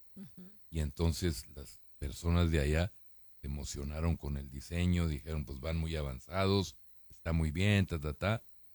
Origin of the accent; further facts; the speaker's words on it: Chihuahua, Mexico; que yo también era chihuahuense